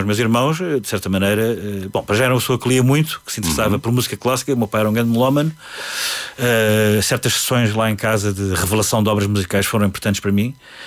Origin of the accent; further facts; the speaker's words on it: Lisbon, Portugal; born there; also born or lived in Monção / Alenquer / Caxias; now in Paço de Arcos, Portugal; Sim, eu nasci em Lisboa, mas depois vivi em Monção, Alenquer, Caxias e hoje em dia Paço de Arcos.